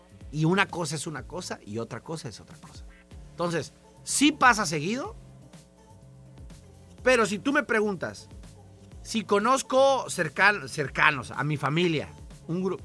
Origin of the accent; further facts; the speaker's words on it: Mexicali, Baja California, Mexico; Como mexicalense hasta lo presumimos. No, temblores en mi tierra, en Mexicali.